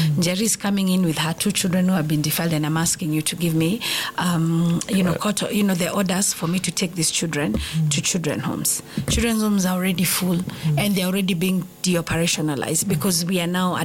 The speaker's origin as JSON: {"language": "English", "region": "Nairobi", "country": "Kenya", "tie": "born or raised there", "said": "I grew up in Nairobi. I was born here, grew up here. We were living in Pangani."}